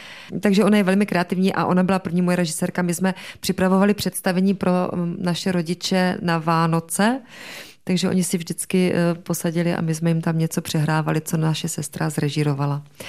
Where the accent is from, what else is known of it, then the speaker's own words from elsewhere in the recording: Hodonín, South Moravian Region, Czechia; Já jsem měla krásné dětství, a když se řekne slovo dětství, tak já to mám zalitý opravdu sluncem, protože jsem vyrůstala ve velmi milující rodině.